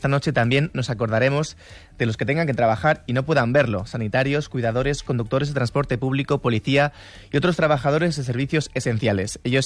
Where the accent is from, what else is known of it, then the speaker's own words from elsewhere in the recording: Spain; yo como muchísimos españoles lo voy a ver en un bar.